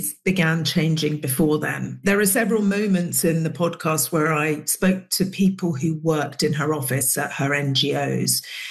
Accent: England, United Kingdom; when me and Asma were young girls growing up in England

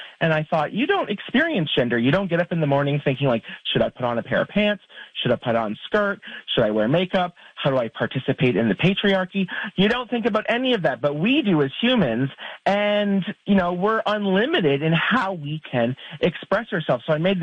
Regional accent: Kingsville, Ontario, Canada; moved away; growing up in Essex County, in Kingsville, in the what the kids now are calling the late 1900s, the 80s and the 90s

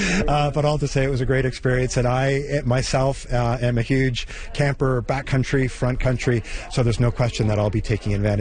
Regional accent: Toronto, Ontario, Canada; I didn't mention this, but I grew up in Toronto, but in the 1970s when I was a wee lad, my parents actually came here and camped

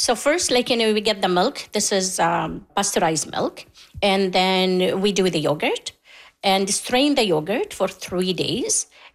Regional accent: Kuwait; moved away; That was back in my home country, Kuwait.

